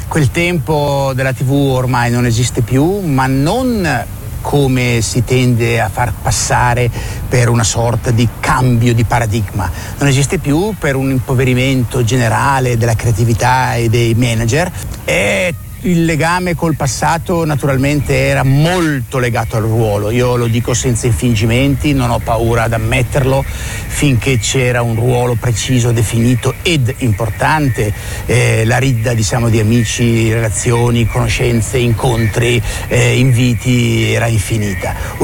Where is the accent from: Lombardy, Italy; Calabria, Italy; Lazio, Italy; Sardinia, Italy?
Lombardy, Italy; Bergamo; Io sono un bergamasco puro sangue, adoro la mia città